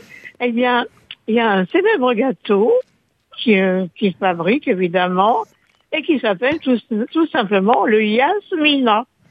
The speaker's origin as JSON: {"language": "French", "country": "France", "said": "chez nous en France"}